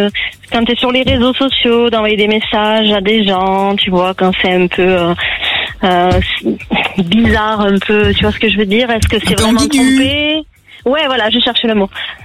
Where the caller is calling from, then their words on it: Nouvelle-Aquitaine, France; je viens de Bruges. À côté